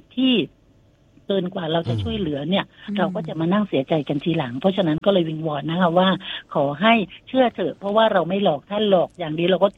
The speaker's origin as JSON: {"language": "Thai", "region": "Songkhla", "country": "Thailand", "moved": "yes", "lives_now": "Phetchaburi, Thailand", "said": "พี่…เป็นคนคนใต้เนาะย้ายมาจากสงขลานี่แหละ"}